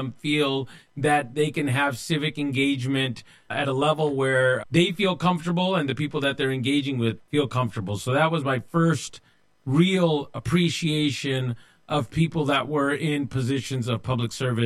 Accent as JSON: {"language": "English", "town": "Modesto", "region": "California", "country": "United States", "tie": "born or raised there", "said": "Both me and my brother went to public schools here in Modesto, born and raised in Modesto."}